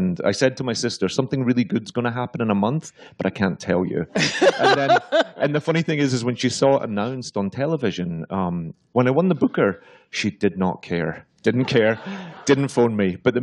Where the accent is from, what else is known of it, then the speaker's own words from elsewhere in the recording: Glasgow, Scotland, United Kingdom; But I grew up in Glasgow in the 80s. in a very sort of, in a neighborhood that was really affected by Thatcherism.